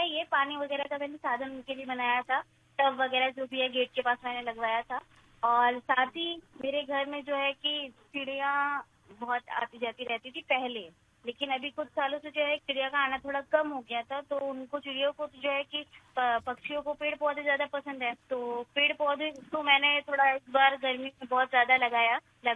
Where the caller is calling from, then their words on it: Varanasi, Uttar Pradesh, India; मैं बनारस की रहने वाली हूँ